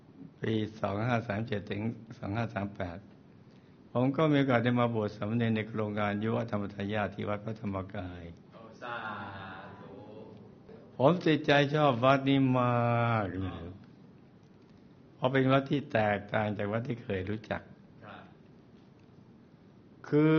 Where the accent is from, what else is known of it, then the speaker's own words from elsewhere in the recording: Bangkok, Thailand; โยมพ่อผมเนี่ยเป็นคนจังหวัดนครปฐมแต่พาตัวผมมาเกิดที่กรุงเทพ